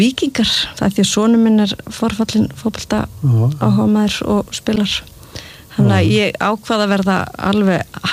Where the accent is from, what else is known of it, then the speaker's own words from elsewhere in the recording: Seltjarnarnes, Capital Region, Iceland; also born or lived in Reykjavík; Já, ég ólst upp á Seltjarnarnesi þar til ég var 12 ára og svo flutti í vesturbæinu